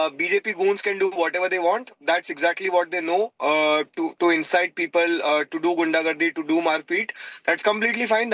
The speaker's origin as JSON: {"language": "English", "town": "Jaipur", "region": "Rajasthan", "country": "India", "tie": "born or raised there"}